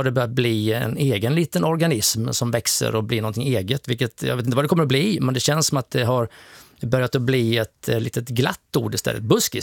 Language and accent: Swedish; Västra Götaland County, Sweden; accent: Sjuhäradsbygden dialect; Det är den dialekten som vi har hemma i vår by där jag kommer ifrån. Pratar vi på detta viset.